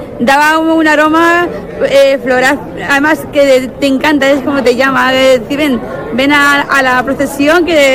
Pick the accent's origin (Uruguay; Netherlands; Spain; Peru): Spain; Vargas, Castilla-La Mancha; Somos de Vargas. Pero sí, de aquí cerquita.